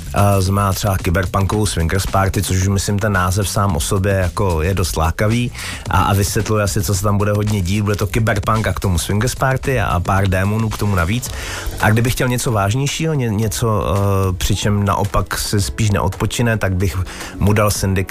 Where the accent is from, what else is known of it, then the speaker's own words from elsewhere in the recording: Sudetenland, Czechia; jsem ze Sudet, jsem Sudeťák, prostě jsem z té oblasti